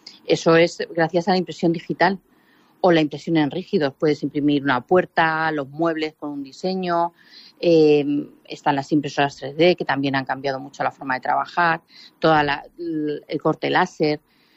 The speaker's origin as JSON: {"language": "Spanish", "town": "Ciudad Real", "region": "Castilla-La Mancha", "country": "Spain", "tie": "born or raised there", "also_born_or_lived": "Moral de Calatrava", "lives_now": "Madrid, Spain", "said": "He de decirte que yo nací en Madrid, solamente nací aquí. Viví en Moral de Calatrava hasta los 8 años y luego ya viví en Ciudad Real"}